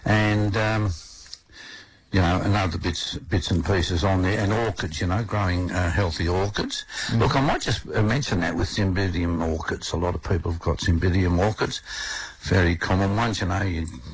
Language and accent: English; Orange, New South Wales, Australia; You know, I'm from Orange, mate. You know, we're tough.